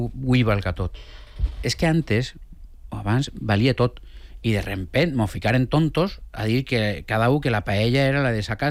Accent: Xàtiva, Valencian Community, Spain; jo soc d'Aixat

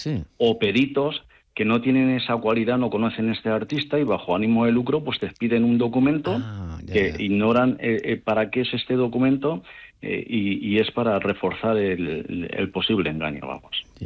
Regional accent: Valencian Community, Spain; Como valencianos, reservándonos de la comunidad valenciana, pues por ejemplo Sorolla, Pinazo, los hermanos Benlluure, Mompó, Segreyes, ¿vale? Son autores de aquí de la tierra

